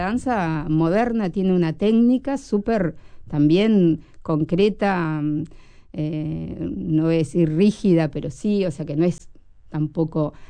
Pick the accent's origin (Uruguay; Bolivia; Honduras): Uruguay; Rocha; now in Melo, Uruguay; Yo soy rochense en realidad